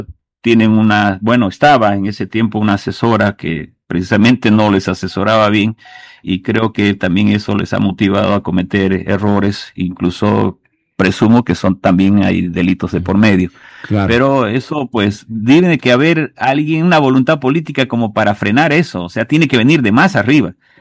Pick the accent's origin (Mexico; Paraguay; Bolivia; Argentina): Bolivia; Entonces, si en este caso los dueños somos todos los bolivianos, pues ganaremos todos.